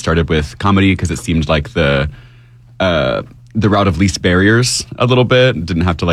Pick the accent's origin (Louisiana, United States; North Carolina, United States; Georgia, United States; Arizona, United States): Georgia, United States; Savannah; born there; I'm originally from Savannah. I went to a performing arts school there and studied theater.